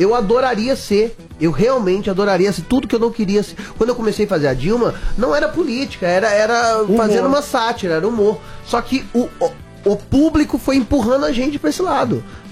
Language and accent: Portuguese; Minas Gerais, Brazil; now in China; Venho de Minas Gerais, então eu como.